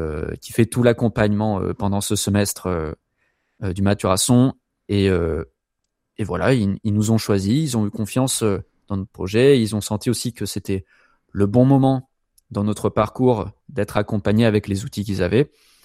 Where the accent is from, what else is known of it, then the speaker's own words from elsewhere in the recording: Montpellier, Occitanie, France; C'est ça. Donc … et moi, on est de Montpellier.